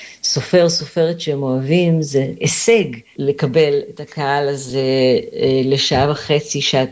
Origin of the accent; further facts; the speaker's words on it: Kfar Saba, Central District, Israel; בתור ילדה קטנה הייתי בכפר סבא הולכת עם אמא שלי לרחבה של שבוע הספר בכפר סבא שבה גדלתי